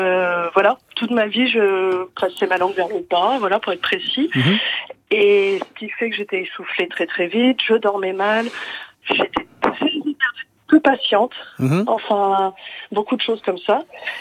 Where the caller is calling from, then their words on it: Brest, Brittany, France; J'appelle de Brest.